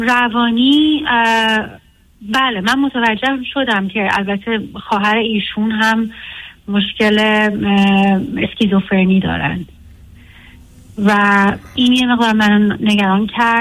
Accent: Iran; خب من توی ایران بزرگ شدم

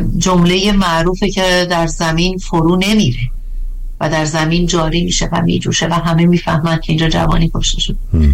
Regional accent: Iran; چون من ایرانیم

